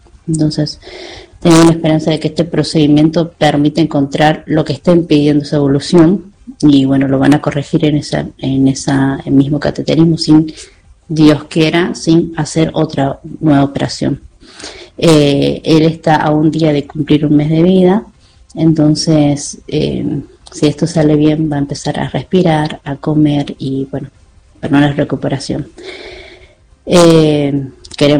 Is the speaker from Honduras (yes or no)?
no; San Luis, Argentina; moved away as an adult; now in Buenos Aires, Argentina; somos de San Luis, estamos acá, tenemos un hijo en San Luis que tiene 14 años, Jordán.